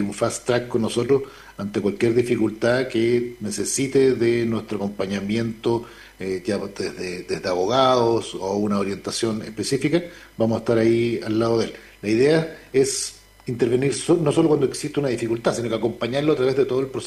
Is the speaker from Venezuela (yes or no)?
no; Los Andes Province, Valparaíso, Chile; de la provincia de los Andes, de hecho, mi provincia, yo soy andino